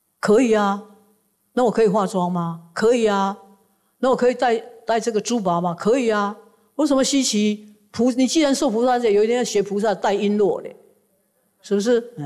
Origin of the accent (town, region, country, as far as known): Taiwan